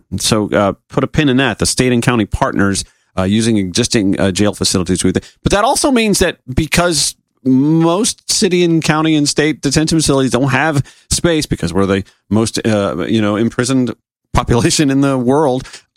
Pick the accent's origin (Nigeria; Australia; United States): United States; Grovetown, Georgia; she's running from my hometown in Grovetown, Georgia.